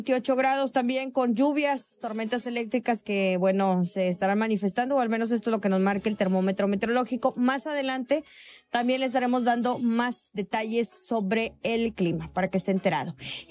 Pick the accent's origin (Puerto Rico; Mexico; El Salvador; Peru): Mexico; somos mexicanos